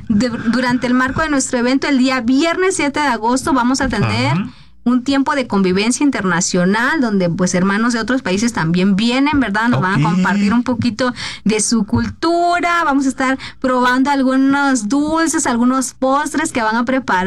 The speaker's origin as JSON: {"language": "Spanish", "region": "Veracruz", "country": "Mexico", "said": "Es el número 921, porque soy de Veracruz, acuérdense."}